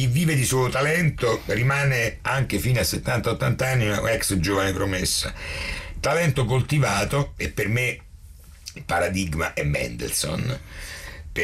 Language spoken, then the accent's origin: Italian; Romania; una cultura strumentale che non è soltanto fatta per noi che veniamo dalla Romania, da Enescu e da compositori successivi